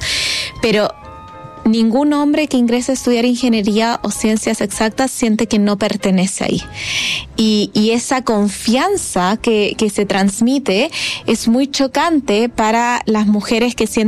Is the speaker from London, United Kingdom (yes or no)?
no; Scotland, United Kingdom; Yo crecí mucho tiempo en Escocia, en el Reino Unido, entonces bastantes libros como de autores locales